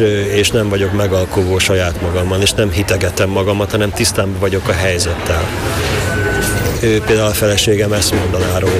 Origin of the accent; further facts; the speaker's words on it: Nové Zámky, Nitra Region, Slovakia; moved away as an adult; now in Budapest, Hungary; én újvári vagyok, hát felvidéki vagyok, igen. Tehát, hogy az van. Sosem leszek budapesti, mert itt nincsenek gyökereim, tehát nekem ott vannak gyökereim, attól még, hogy most nem lakik ott, nem laknak ott a szüleim, attól még én újvári vagyok.